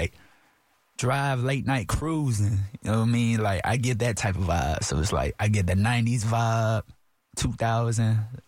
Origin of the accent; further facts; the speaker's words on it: Houston, Texas, United States; I'm from Houston, Texas, from the SWAT.